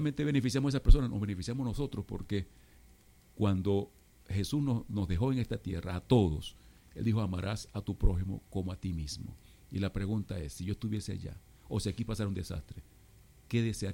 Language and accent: Spanish; Venezuela; moved away as an adult; Yo soy venezolano, hace 10 años salimos de allá, porque trabajamos aquí en la iglesia adventista como pastores